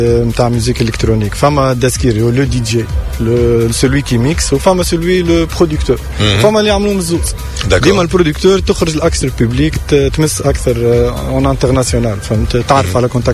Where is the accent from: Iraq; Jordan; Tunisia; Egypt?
Tunisia; كيما انا من تونس